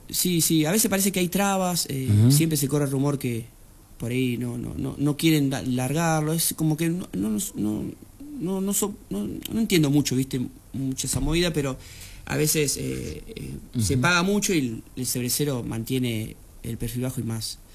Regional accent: Junín de los Andes, Neuquén, Argentina; Y sí, somos re de Junín.

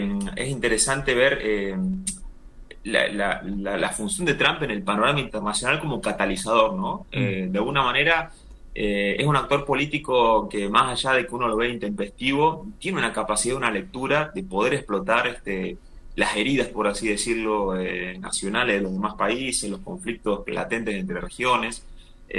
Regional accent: Argentina

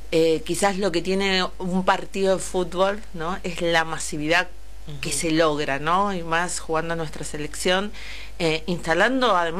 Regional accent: Argentina; Como argentinos y argentinas

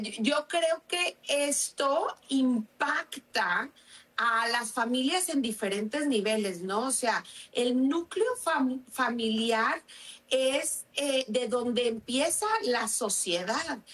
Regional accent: Monterrey, Nuevo León, Mexico; moved away as an adult; also born or lived in Spain; now in United States; Desde que nos casamos, nos fuimos de Monterrey primero a España, un par de años, y luego aquí a Estados Unidos.

